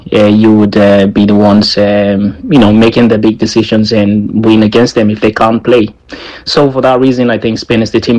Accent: Sierra Leone; now in Dublin, Ireland; I am originally from Sierra Leone, but I live in Dublin, Ireland.

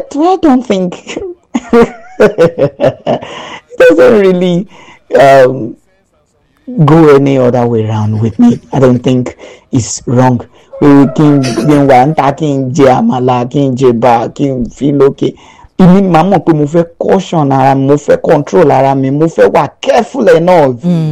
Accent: Melaro, Ogun, Nigeria; Good morning to you all. … from Melaro, Ogun State.

